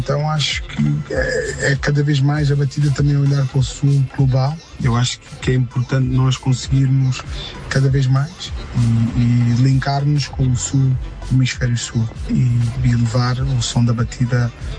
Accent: São Tomé & Príncipe; sou de São Tomé

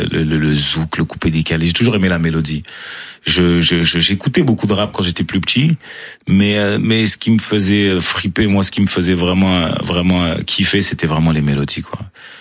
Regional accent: Marseille, Provence-Alpes-Côte d'Azur, France; born there; Moi, je suis né quand même en 1996, je suis né à Marseille, donc ils arrivent à Paris, à Marseille, je crois

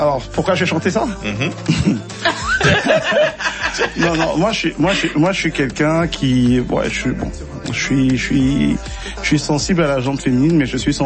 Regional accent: Nairobi, Kenya; Donc, et clairement, cette chanson, on a grandi à Nairobi, au Kenya.

